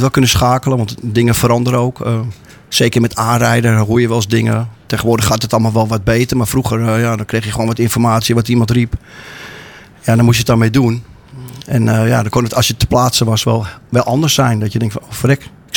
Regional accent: Amsterdam, North Holland, Netherlands; Ik kwam uit Amsterdam, ik ging verhuizen daar naartoe.

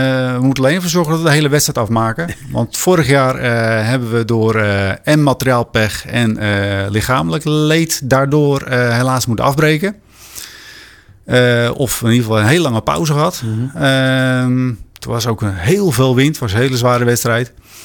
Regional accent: South Holland, Netherlands; waar ik vandaan kom, het bollengebied. Het is allemaal arme zandgrond.

